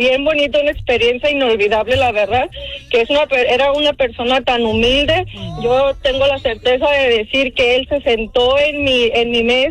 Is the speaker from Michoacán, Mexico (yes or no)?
yes; Michoacán, Mexico; Yo soy de allá originaria, de un ranchito entre Apatzingán y Parácuaro, Michoacán